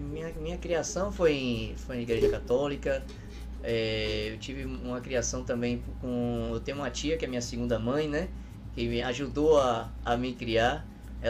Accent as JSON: {"language": "Portuguese", "area": "Guaratinga", "region": "Bahia", "country": "Brazil", "tie": "born there", "also_born_or_lived": "Itabela / Eunápolis", "said": "Eu sou de Guaratinga, tá? Minha família paterna é de Guaratinga"}